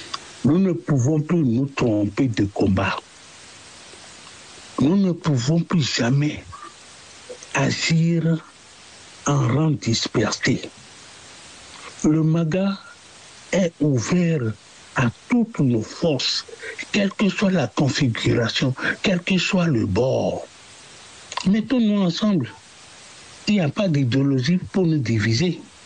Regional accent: Benin; je suis béninois de la terre africaine du Bénin.

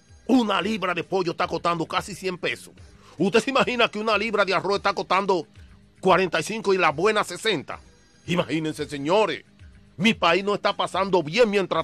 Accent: Dominican Republic; Este país, nuestro, República Dominicana, mi compatriota dominicano

